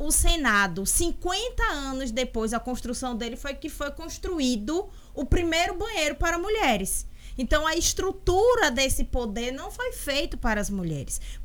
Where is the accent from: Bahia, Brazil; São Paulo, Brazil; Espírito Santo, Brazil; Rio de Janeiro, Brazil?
Bahia, Brazil; moved away as an adult; now in Itabuna, Brazil; Eu sou de Baitaba. Vim morar em Itabuna quando passei para estudar na UESC.